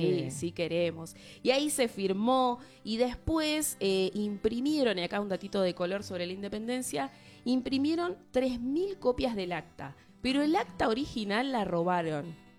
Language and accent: Spanish; Argentina; ¿De dónde viene toda esa pasión y esa identidad que tenemos como argentinos?